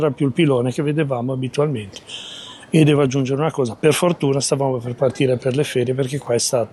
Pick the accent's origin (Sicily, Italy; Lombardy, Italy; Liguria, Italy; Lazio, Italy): Liguria, Italy; Genoa; born there; Sono nato a Certosa, vivo a Rivarolo, quindi mi sono spostato di poche centinaia di metri. Ho ancora il cuore qua.